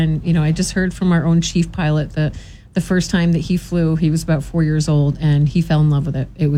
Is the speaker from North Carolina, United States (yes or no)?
no; Albany, New York, United States; Born and raised in Albany, New York.